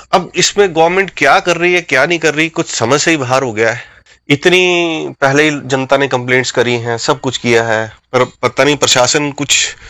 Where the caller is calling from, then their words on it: Himachal Pradesh, India; मैं गांव घरों से बिलोंग करता हूं और मेरा कारोबार है धर्मशाला में।